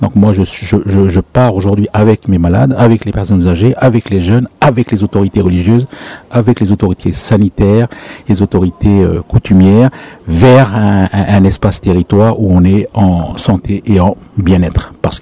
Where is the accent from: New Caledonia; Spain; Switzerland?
New Caledonia; Lifou, Loyalty Islands Province